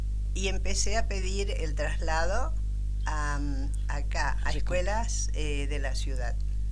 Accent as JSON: {"language": "Spanish", "region": "Formosa", "country": "Argentina", "tie": "born or raised there", "also_born_or_lived": "Clorinda / Comodoro Rivadavia", "moved": "as an adult", "said": "Yo nací en Formosa, capital. Y toda mi vida, hasta que me recibí de maestra, hice en Formosa. Yo no conocía el campo, no estaba ahí."}